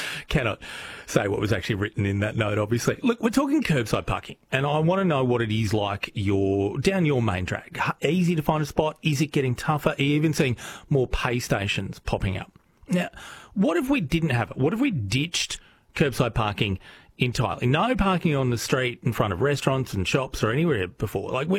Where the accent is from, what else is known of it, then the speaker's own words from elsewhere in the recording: Australia; and being Aussie, we're not afraid of sharing that opinion, even occasionally with random strangers.